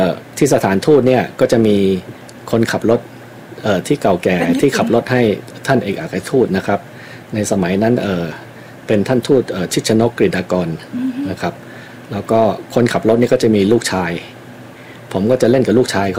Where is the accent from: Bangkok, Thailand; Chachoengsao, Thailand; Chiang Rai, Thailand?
Bangkok, Thailand; born there; also born or lived in Japan; กรุงเทพผมเกิดครับเกิดกรุงเทพครับพอผมเกิดกรุงเทพเสร็จแล้วก็พอดีคุณพ่อรับราชการอยู่กระทรวงการต่างประเทศนะครับแล้วก็ท่านถูกส่งไปอยู่ญี่ปุ่นนะครับก็เอาผมไปด้วยนะครับ